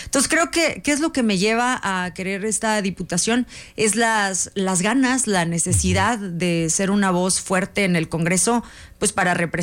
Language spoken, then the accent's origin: Spanish; Saltillo, Coahuila, Mexico; A mí la sierra me vio crecer. Yo nací en Lomas de Lourdes, ahí crecí, ahí viví hasta que me independicé.